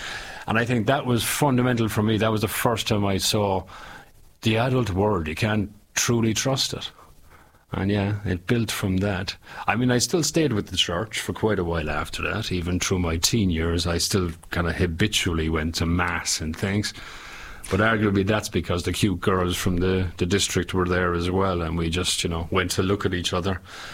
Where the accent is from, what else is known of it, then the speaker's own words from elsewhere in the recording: Ireland; Okay, I grew up in Ireland. It was okay. I was born in the 70s. I grew up in the 80s.